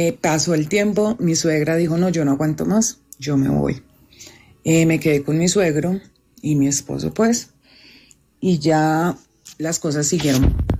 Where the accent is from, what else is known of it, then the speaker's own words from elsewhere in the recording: Medellín, Antioquia, Colombia; Soy de Medellín.